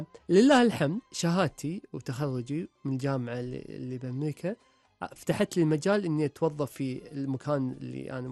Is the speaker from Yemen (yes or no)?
no; Kuwait; moved away as an adult; أقوم أردوا هلي للكويت